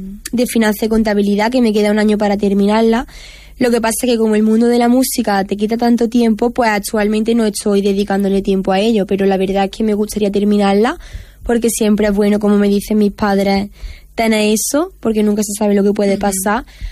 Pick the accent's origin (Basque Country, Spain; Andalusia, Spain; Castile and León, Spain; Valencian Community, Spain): Andalusia, Spain; Antequera; yo llevo Antequera por bandera porque al final la tierra que me ha visto crecer. Aquí están mis raíces